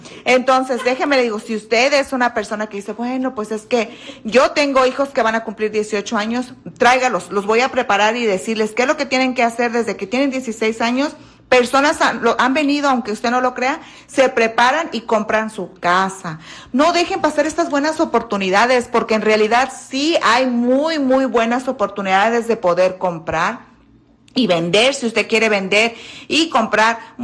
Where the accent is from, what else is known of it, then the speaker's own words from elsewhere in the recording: Michoacán, Mexico; No, soy de Michoacán.